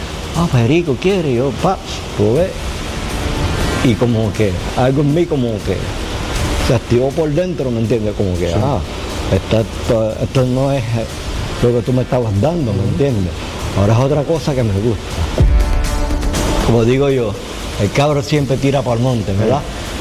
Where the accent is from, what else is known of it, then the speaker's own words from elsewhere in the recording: Aguadilla, Puerto Rico; Yo soy de Aguadilla.